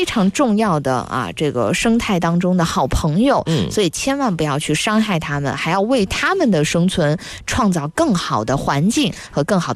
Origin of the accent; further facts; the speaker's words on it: Northeast China, China; moved away; 因为我是在东北长大的嘛，